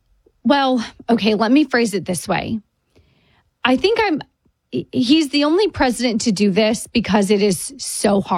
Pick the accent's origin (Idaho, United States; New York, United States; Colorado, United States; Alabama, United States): New York, United States; I see so many people in my hometown of New York